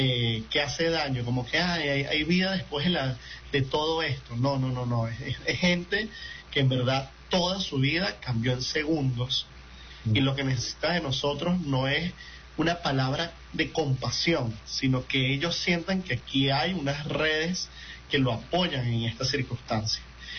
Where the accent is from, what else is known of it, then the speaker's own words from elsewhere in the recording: Venezuela; seguíamos vivos también como venezolanos.